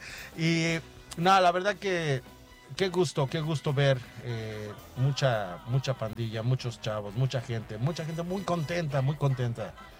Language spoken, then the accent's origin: Spanish; Mexico; nosotros como mexicanos lo disfrutamos.